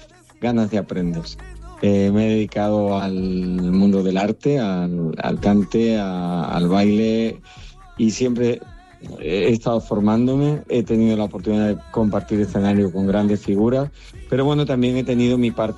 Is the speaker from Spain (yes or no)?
yes; Seville, Andalusia, Spain; also born or lived in Barcelona; porque yo nací aquí en Barcelona, pero me he criado la mitad de mi vida en Sevilla, fui allí a la EGB también algunos años